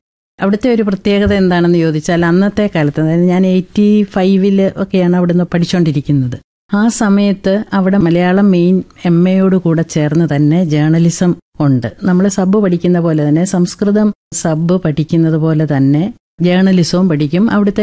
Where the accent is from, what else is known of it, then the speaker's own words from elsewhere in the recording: Elamkulam, Kerala, India; എന്റെ സ്വദേശം കാഞ്ഞിരപ്പള്ളിക്കും പാലായ്ക്കും ഇടയ്ക്കുള്ള ഇളങ്കുളം എന്ന് പറഞ്ഞ സ്ഥലമാണ്.